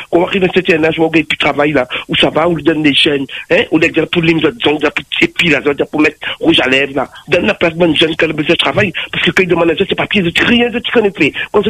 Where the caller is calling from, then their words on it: Saint-Denis, Réunion; moi, je suis sur Saint-Denis